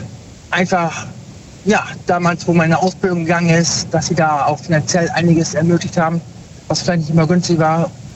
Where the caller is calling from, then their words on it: Cologne, North Rhine-Westphalia, Germany; Aus dem Raum Köln.